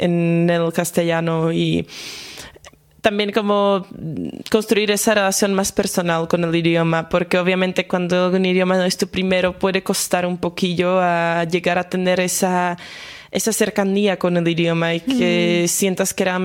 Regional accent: Slovakia; accent: Slovak; first language Slovak; Spanish is a second language; porque en eslovaco, por ejemplo, ya por eso tengo el acento bastante marcado, porque nosotros ponemos el acento siempre en la primera sílaba de la palabra.

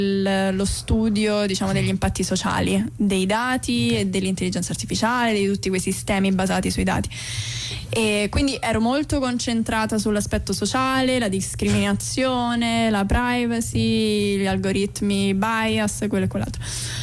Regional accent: Rome, Lazio, Italy; Poi nessuno, okay, di noi vive nello stesso posto da cui proviene, tranne me, che, okay, sono di Roma e vengo da Roma e sto

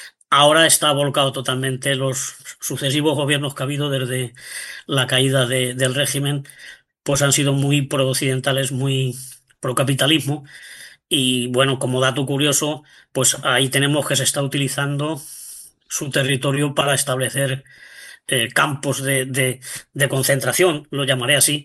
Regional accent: Valencian Community, Spain; sobre todo los que somos o seáis de Valencia

